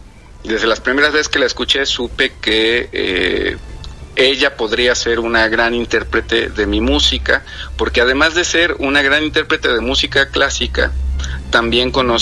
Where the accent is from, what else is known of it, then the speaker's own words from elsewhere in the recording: Veracruz, Mexico; yo soy veracruzano, yo vivo en Xalapa, Veracruz.